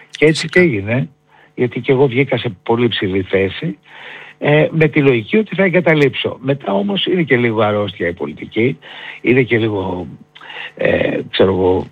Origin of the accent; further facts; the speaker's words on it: Greece; Απλά μιλώ σαν ένας Έλληνας που αγωνιά για τη χώρα του.